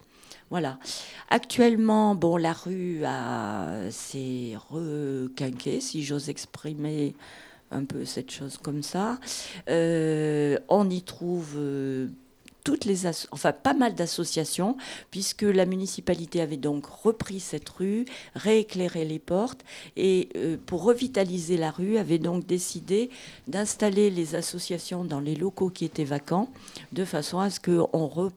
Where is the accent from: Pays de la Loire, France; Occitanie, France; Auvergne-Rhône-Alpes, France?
Auvergne-Rhône-Alpes, France; Ambert